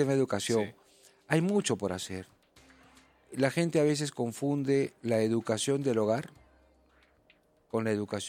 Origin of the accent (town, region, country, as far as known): Peru